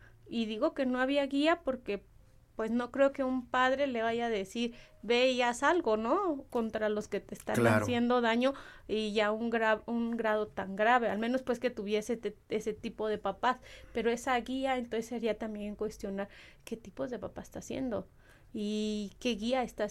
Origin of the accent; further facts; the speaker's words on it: Uruapan, Michoacán, Mexico; yo soy de Uruapan, entonces en el municipio de Uruapan